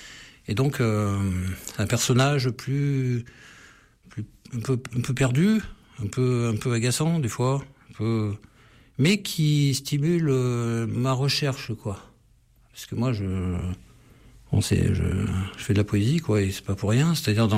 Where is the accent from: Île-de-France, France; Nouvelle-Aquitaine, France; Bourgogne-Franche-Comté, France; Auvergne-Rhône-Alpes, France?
Auvergne-Rhône-Alpes, France; Grenoble; Oui, parce que d'abord moi je suis de Grenoble